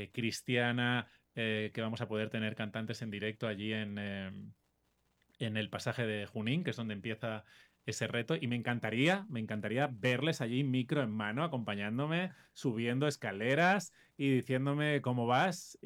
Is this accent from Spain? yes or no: yes; Spain; yo soy español